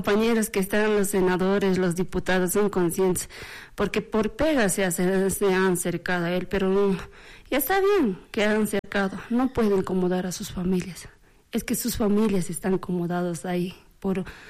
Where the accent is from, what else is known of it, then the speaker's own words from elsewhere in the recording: Potosí, Bolivia; Yo la única soy de Potosí.